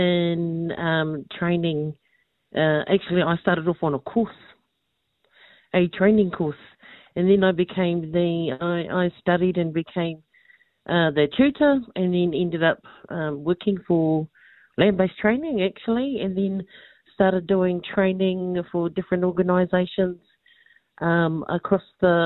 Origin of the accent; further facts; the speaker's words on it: Manawatū-Whanganui, New Zealand; My whakapapa is ngā Wairiki Ngāti Apa. I was born in Martin, raised in the Rangitike.